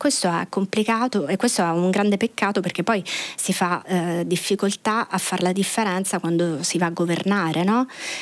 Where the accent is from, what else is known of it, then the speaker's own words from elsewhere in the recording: Abruzzo, Italy; accent: Abruzzese; per la mia pronuncia, perché magari, non so, viene fuori l'abruzzese che in me